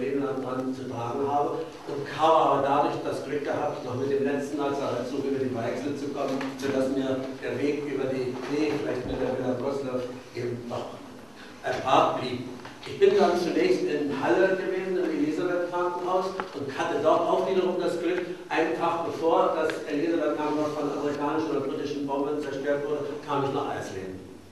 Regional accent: Königsberg, Kaliningrad Oblast, Russia; Ich hatte 1943 in Königsberg, meiner Heimatstadt, das Abitur gemacht, war auch noch an der Albertina-Universität meiner Stadt eingeschrieben

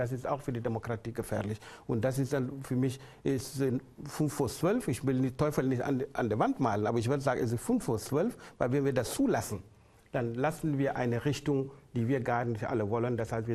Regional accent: Senegal

